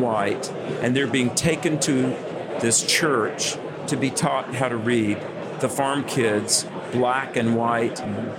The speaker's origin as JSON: {"language": "English", "region": "North Carolina", "country": "United States", "tie": "born or raised there", "said": "I said, look, come down to my home state of North Carolina."}